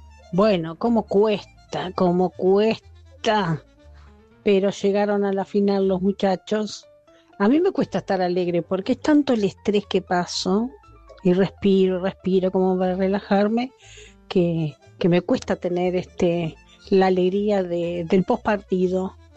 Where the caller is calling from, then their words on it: Santa Rosa, La Pampa, Argentina; de Santa Rosa La Pampa